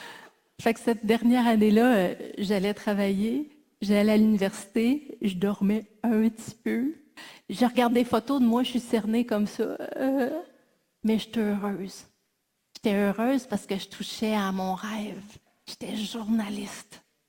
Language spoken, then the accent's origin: French; Saint-Dominique-du-Rosaire, Quebec, Canada; accent: accent de Saint-Dominique-du-Rosaire; moved away; also born or lived in Paris, France / Ottawa, Canada; C'est sûr que l'accent de Saint-Dominique-du-Rosaire, c'est comme une coche de plus hein, aussi.